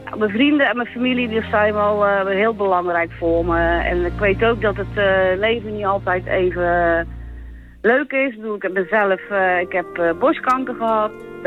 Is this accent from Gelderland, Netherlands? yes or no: no; Dordrecht, South Holland, Netherlands; ik ben een Dordtenaar.